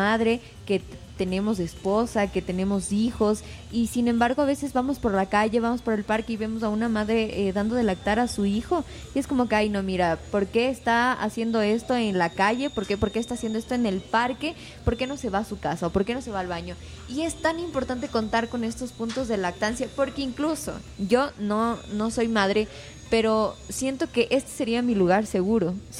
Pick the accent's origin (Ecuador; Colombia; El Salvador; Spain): Ecuador; Ambato, Tungurahua; yo vengo de Ambato